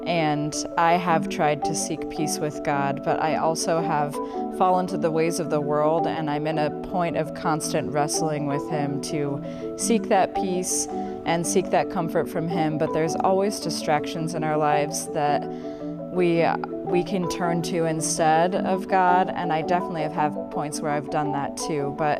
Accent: Butte, Montana, United States; now in Missoula, United States; I am from Butte, Montana originally, but I live here in Missoula and have for about 10 years.

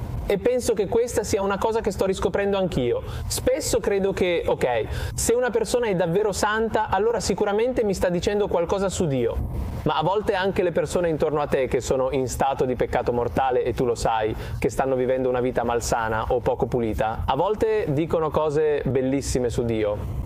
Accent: India; In realtà è qualcosa che riguarda me come indiano.

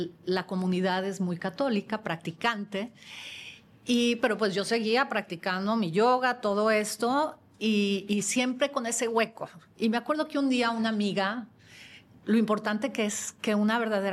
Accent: Mexico; como buena mexicana teníamos nuestra Virgen de Guadalupe en nuestra casa

